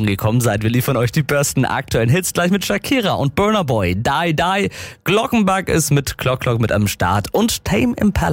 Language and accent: German; Feucht, Bavaria, Germany; Ich komme ja aus Feucht.